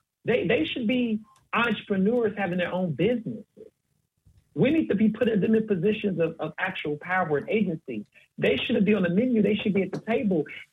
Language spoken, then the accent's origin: English; Houston, Texas, United States; also born or lived in Chicago; now in Philadelphia, United States; I grew up in Texas. I lived in Philadelphia for 16 years. But when I grew up and how I grew up in the cities I'm from, right, born in Chicago, but grew up in Houston